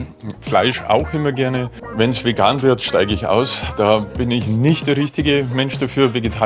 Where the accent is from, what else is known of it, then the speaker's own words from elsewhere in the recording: Bavaria, Germany; born there; accent: Bavarian; Ich bin geboren in Bayern, wie man hört. Bin 60 Jahre alt, arbeite in der Nähe von Dresden.